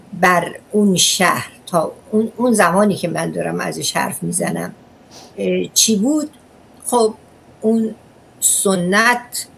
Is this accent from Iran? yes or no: yes; Ahvaz, Khuzestan, Iran; born or raised there